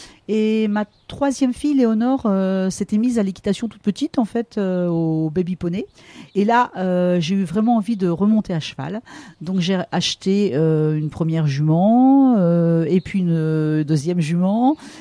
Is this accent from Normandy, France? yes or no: yes; Breteuil, Normandy, France; born or raised there; also born or lived in Rouen